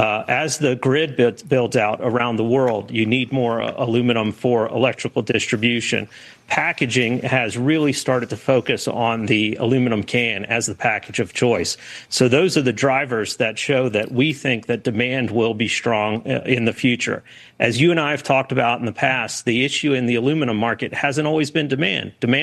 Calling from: Canberra, Australian Capital Territory, Australia; You can see in the background, I'm joining you from Canberra, Australia.

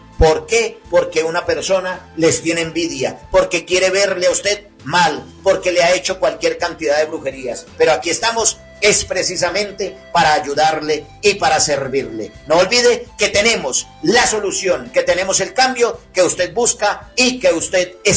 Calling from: Fontana, California, United States; Soy de aquí de Fontana y soy una mujer que últimamente yo de verdad ya no encuentro qué hacer.

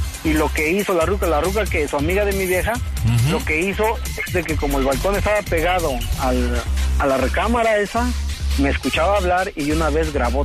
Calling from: Toluca, State of Mexico, Mexico; Ciudad de México, nosotros somos de Toluca.

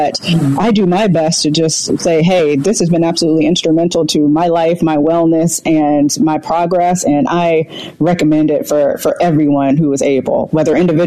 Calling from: Baltimore, Maryland, United States; I am calling in from Baltimore, Maryland.

